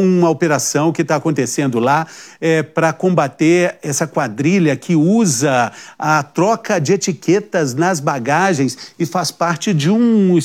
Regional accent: Minas Gerais, Brazil; Eu sou mineiro, isso é São Lourenço, Araxá, pois é.

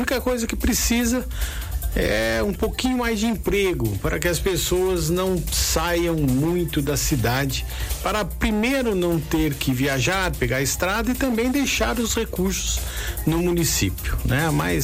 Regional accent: Ibaté, São Paulo, Brazil; nós somos de Baté, não tem o que dizer, né?

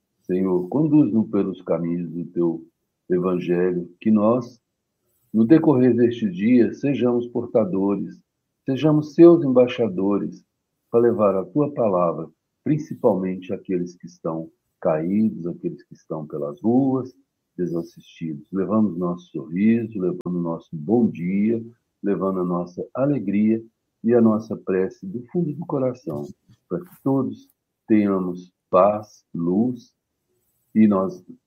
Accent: Minas Gerais, Brazil; now in Serra, Brazil; eu estou na cidade de Serra, Espírito Santo. Embora seja mineiro, mas estou aqui em missão.

